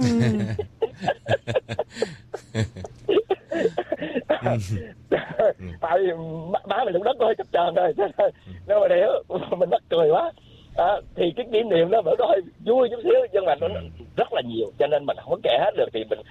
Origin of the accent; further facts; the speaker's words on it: Nha Trang, Khanh Hoa, Vietnam; tại quê mình ở Nha Trang mà.